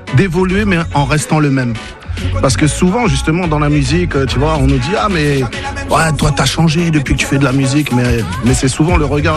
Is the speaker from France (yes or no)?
yes; France; also born or lived in Cape Verde; Donc, je suis né avec ma culture. J'y vais très, très régulièrement. Je suis français capverdien ou capverdien français en fonction de l'endroit où je me trouve.